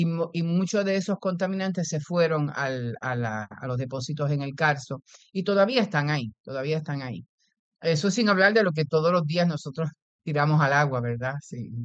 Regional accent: Puerto Rico; Soy una mujer puertorriqueña

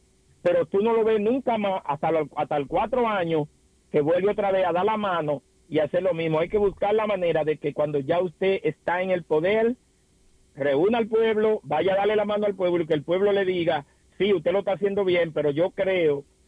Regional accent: Dominican Republic; moved away; porque yo soy dominicano

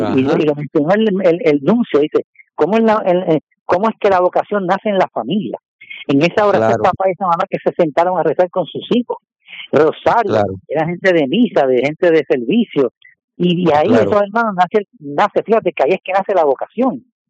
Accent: San Juan, Puerto Rico; Yo soy de San Juan y venía con un hermano mío, diácono

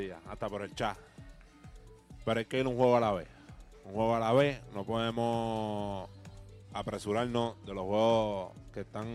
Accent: Cataño, Puerto Rico; Yo que soy de ahí, de Cataño, natural, yo quiero un campeonato para mi pueblo.

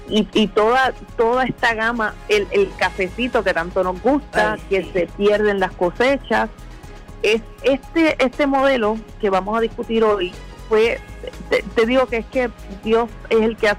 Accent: Hatillo, Puerto Rico; vengo de un pueblo ganadero, ¿verdad? Yo me crié en Atillo, que es un pueblo ganadero

